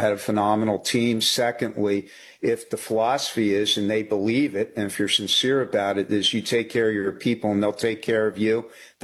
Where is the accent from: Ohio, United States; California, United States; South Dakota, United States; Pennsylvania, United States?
Pennsylvania, United States; Hatfield; From Hatfield, Pennsylvania. I'm the oldest of 13. My mom and dad had 13 kids in 14 years.